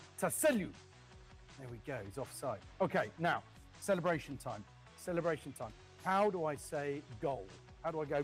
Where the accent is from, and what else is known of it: United Kingdom